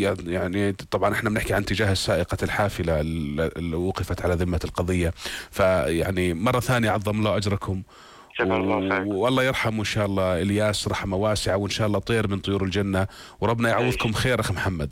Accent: Jordan

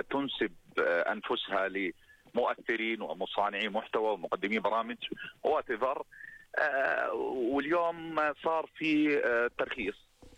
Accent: Jordan; انا شاب اردني مواطن اردني

